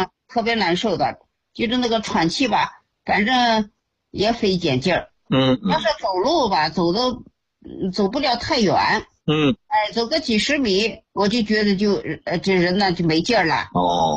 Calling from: Tianjin, China; 我是天津的听众啊。

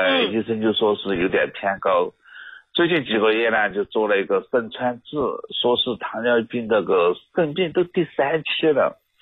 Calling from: Deyang, Sichuan, China; 我呢是四川德阳的

